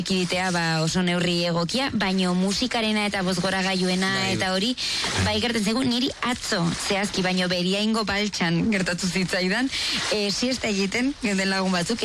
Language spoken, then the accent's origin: Basque; Eltzaburu, Navarre, Spain; nire herritik, eltzaburutik, oinez joaten gara